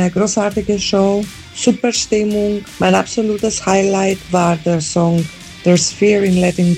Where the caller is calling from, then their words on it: Vienna, Austria; Hallo Rockantenne … aus Wien und gerade vom … Konzert nach Hause gekommen